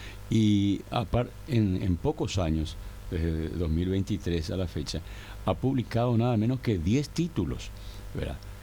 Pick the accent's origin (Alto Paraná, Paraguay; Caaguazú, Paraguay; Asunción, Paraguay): Asunción, Paraguay; yo nací en el barrio Silvio Petirossi, hoy antes era Vista Alegre, ¿verdad? Y viví toda mi vida y sigo viviendo hasta ahora en el barrio San Vicente